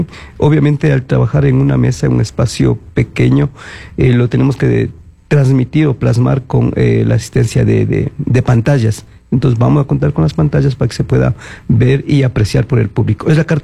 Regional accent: Quito, Pichincha, Ecuador; somos también nosotros somos quiteños

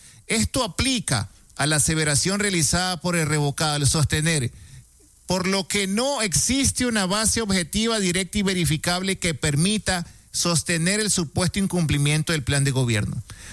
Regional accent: Ecuador

